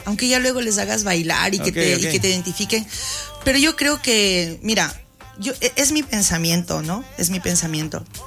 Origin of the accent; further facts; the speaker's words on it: Ecuador; moved away; como buen ecuatoriano, como buen latino